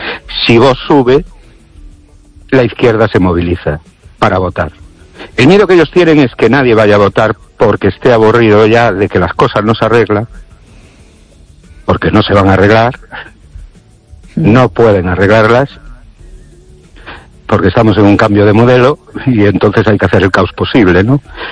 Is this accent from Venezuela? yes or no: no; Spain; tenemos un grave problema en España.